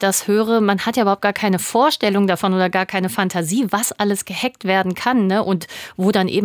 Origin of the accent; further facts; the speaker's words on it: Saarland, Germany; wir fahren ja als Saarländer ab und an auch mal gerne über die Grenze in die französischen Supermärkte.